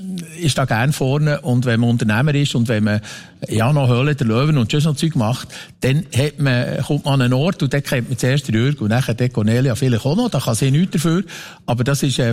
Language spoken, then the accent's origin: German; Zollikofen, Bern, Switzerland; wir sind in Zollikow aufgewachsen. Das ist jetzt nicht unbedingt ein Truvaya an Dorf. Also, da gibt's schönere. Es nennt sich das wahrscheinlich hässlichste Strassendorf der Welt. Trotzdem sind wir dort beide gewohnt